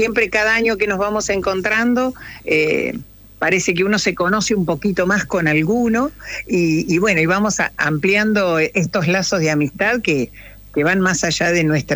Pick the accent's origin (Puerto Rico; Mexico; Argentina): Argentina; Avellaneda, Buenos Aires Province; now in La Plata, Argentina; Claro, Julio es platense, y yo no, yo soy de Avellaneda, pero fui a estudiar a La Plata